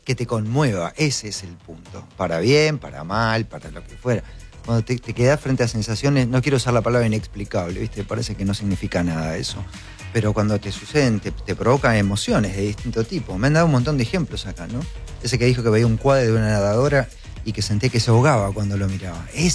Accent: Argentina; Somos argentinos

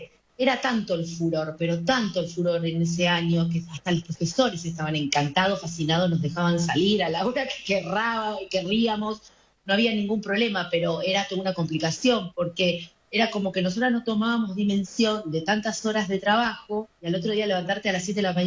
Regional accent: Argentina; somos 2 argentinas nada más

